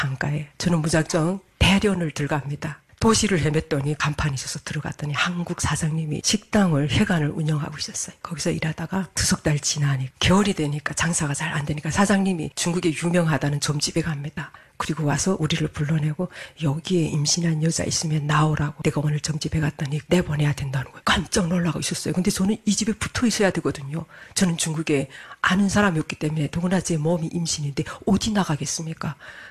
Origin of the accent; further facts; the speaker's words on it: North Korea; moved away as an adult; also born or lived in China; 나는 갈 데가 없다고. 나는 조선에서 왔다고 하니까